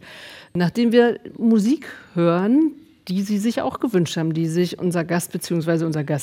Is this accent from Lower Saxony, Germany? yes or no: yes; Hanover, Lower Saxony, Germany; Ja, ich komme aus Hannover, ich bin schon so ein bisschen